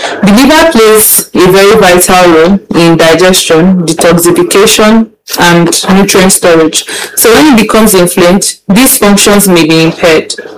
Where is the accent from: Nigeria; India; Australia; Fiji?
Nigeria; I'm a Nigerian registered nurse and a midwife, and also a United States registered nurse.